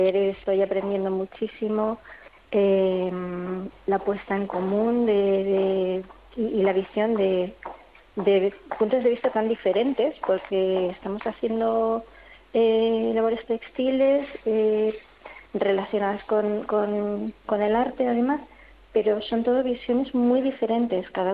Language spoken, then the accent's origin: Spanish; Madrid, Community of Madrid, Spain; born there; now in Cáceres, Spain; Yo nací en Madrid, pero mi familia materna es de aquí de Cáceres, de Extremadura, vamos a un pueblito de Peraleda de la Mata.